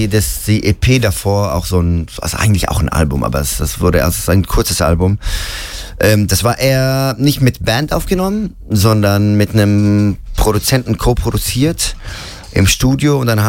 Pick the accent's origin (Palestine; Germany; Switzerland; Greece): Palestine; Ramallah, West Bank; German is a second language; Ich komme ja aus Ramallah im Westjordanland.